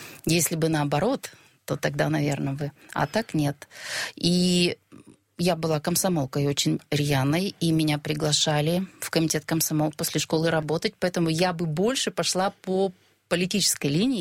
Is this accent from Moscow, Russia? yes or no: no; Mozhga, Udmurtia, Russia; moved away as an adult; also born or lived in Izhevsk; now in Yekaterinburg, Russia; Родилась я, конечно, в ее столице, в Ижевске, но очень быстро родители с новорожденным ребенком вернулись к родителям, чтобы была какая-то помощь. Поэтому я из маленького города, 40 тысяч населения, из Можги, и приехала в Екатеринбург в 88-м году учиться.